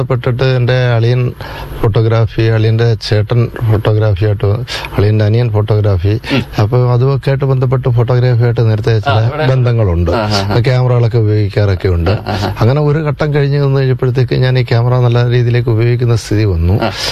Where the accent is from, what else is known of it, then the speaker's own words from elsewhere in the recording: Charummood, Kerala, India; ഞാൻ ജനിച്ചത് ആലപ്പുഴ ജില്ലയിലാണ്. കരിമുളയ്ക്കലിനും ചാരുമൂടിനും ഇടയിലുള്ള ഒരു സ്ഥലമാണ് അവിടെ. അത് ഞാനൊരു 4 ക്ലാസ് വരെ ചാരുമൂട് സ്കൂളിലാണ് പഠിച്ചത്.